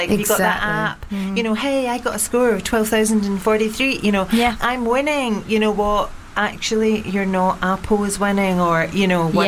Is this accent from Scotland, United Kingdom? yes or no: yes; Scotland, United Kingdom; as a Scot